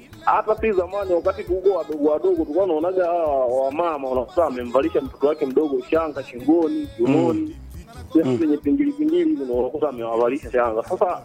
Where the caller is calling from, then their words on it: Tanzania; natoka Mseke.